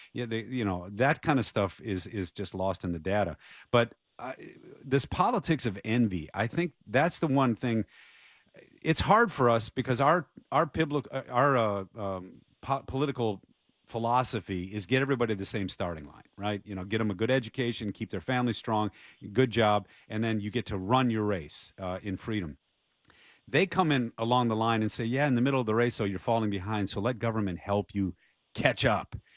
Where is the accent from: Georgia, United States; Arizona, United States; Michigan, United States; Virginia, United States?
Michigan, United States; Detroit; moved away; so I've served in New York City, I've served in South Central LA, and I'm from Detroit.